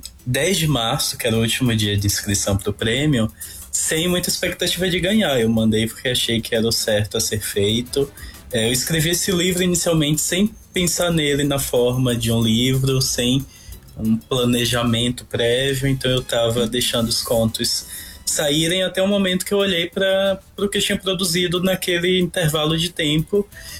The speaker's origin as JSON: {"language": "Portuguese", "town": "Salvador", "region": "Bahia", "country": "Brazil", "tie": "born or raised there", "also_born_or_lived": "Belo Horizonte", "moved": "as an adult", "lives_now": "São Paulo, Brazil", "said": "do meu bairro, que eu nasci lá em Salvador, que é um bairro de periferia, vivi lá a maior parte da minha vida, até 2019, quando eu mudei para Belo Horizonte, depois vim para São Paulo"}